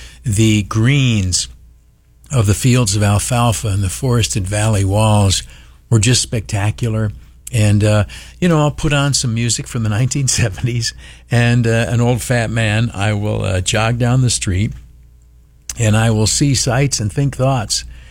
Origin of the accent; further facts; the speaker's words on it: Canisteo, New York, United States; moved away; I went down to my hometown, Canastillo.